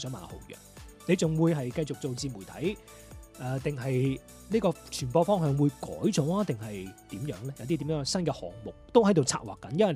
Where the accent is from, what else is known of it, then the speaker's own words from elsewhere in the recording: Guangdong, China; 睇下點樣同我哋廣府俗語，我哋廣府人好中意意頭噶嘛，啊好中意講意頭啊，好彩頭